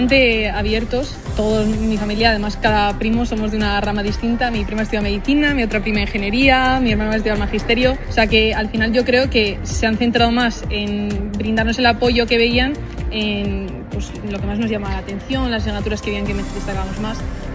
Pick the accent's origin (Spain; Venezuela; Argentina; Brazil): Spain; Logroño, La Rioja; moved away as an adult; tenerla aquí en Logroño, de donde soy